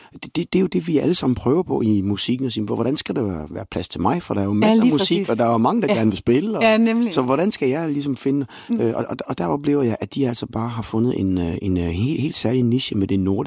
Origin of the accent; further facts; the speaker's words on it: Viborg, Central Denmark Region, Denmark; hjemme på børneværelset i Viborg, hvor jeg voksede op.